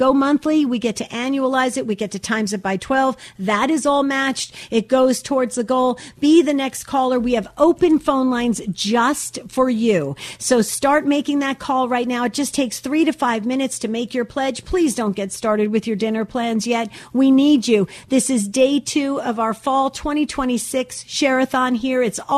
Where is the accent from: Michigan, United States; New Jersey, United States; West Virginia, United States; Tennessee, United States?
New Jersey, United States; I grew up in New Jersey.